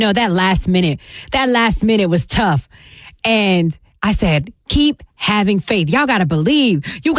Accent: Greenville, South Carolina, United States; now in Jacksonville, United States; I'm from South Carolina, Greenville, South Carolina, to be exact. Spartanburg.

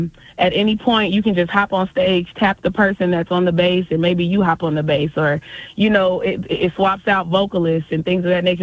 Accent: Dayton, Ohio, United States; now in Hollywood, United States; Well, I'm from Dayton, Ohio. I attended Stivers, which is how I got started in music.

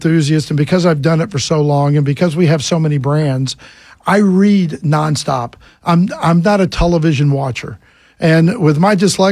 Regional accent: Sandy Springs, Georgia, United States; So I've been in the car business for 45 years in Atlanta, Georgia. I'm from Atlanta. I grew up in Sandy Springs.

